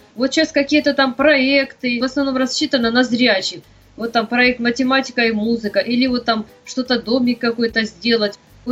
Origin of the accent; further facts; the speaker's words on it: Khabarovsk, Khabarovsk Krai, Russia; also born or lived in Petropavlovsk-Kamchatsky; Я с Дальнего Востока, я родилась в Петропавловске-Камчатском. До 7 лет жила на Камчатке, потом, значит, возник вопрос, чтобы меня определить в спецшколу для слепых и слабовидящих.